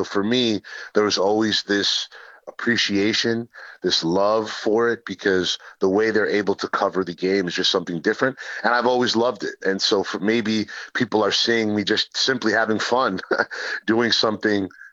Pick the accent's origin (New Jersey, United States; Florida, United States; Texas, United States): Florida, United States; Obviously, you know, I grew up playing in South Florida. So, you know, Miami, Homestead, all these areas, Kendall, where it was heavy Spanish speaking.